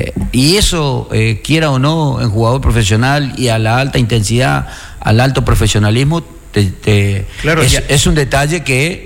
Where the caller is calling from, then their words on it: Argentina; así somos los argentinos